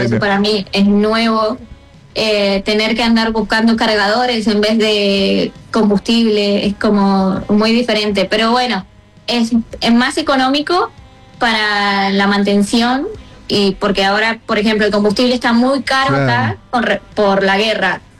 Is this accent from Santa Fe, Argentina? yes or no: yes; Roldán, Santa Fe, Argentina; moved away as an adult; now in Fort Lauderdale, United States; yo en Roldán estaba acostumbrada a dormir siesta.